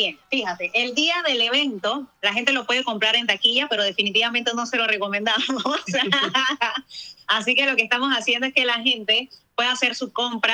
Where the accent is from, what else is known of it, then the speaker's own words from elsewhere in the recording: Colón, Panama; en el momento que salimos a representar a Panamá, y no solamente a Panamá, sino a Colón, cuando salimos con nuestra gira de Colón para el mundo.